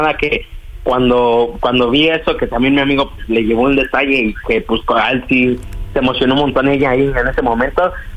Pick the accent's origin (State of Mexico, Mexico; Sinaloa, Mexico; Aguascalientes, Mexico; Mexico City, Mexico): State of Mexico, Mexico; Ecatepec de Morelos; Tengo 19 años y me llamo aquí de Ecatepec de Morelos.